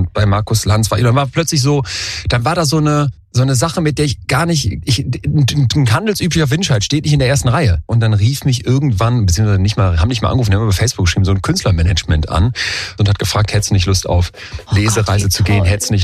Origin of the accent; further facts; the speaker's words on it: Solingen, North Rhine-Westphalia, Germany; Stadtsparkasse Solingen, wo ich herkomme